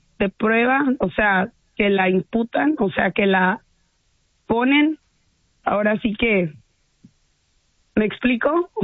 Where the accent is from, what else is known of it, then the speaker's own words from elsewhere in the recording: Ciudad Mante, Tamaulipas, Mexico; Yo estoy a 3 horas, yo soy de Ciudad Mante.